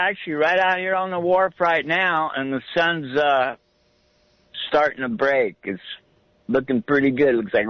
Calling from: Santa Cruz, California, United States

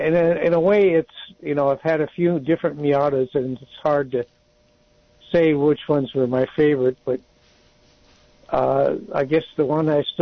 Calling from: Live Oak, California, United States; from Live Oaks.

